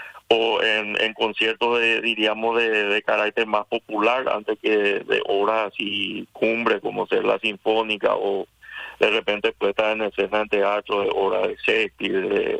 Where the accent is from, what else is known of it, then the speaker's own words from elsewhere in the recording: Asunción, Paraguay; Asunción, para todos los paraguayos, no solamente para los que somos asuncenos